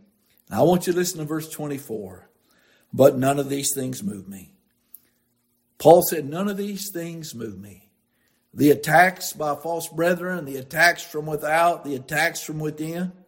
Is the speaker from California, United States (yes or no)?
no; Oklahoma, United States; I grew up in Oklahoma.